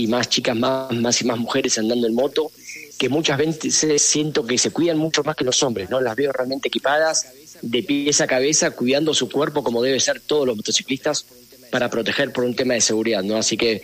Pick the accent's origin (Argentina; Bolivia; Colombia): Argentina; Yo soy de Argentina.